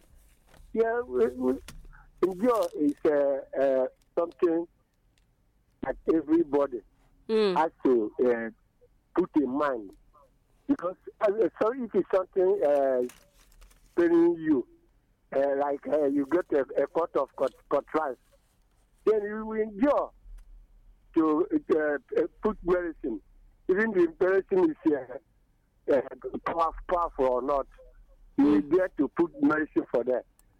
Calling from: Ukraine; from Ukraine.

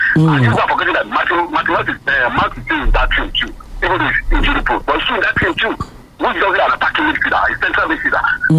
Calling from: Ashupa, Oyo, Nigeria; This we are calling from Ashupa.

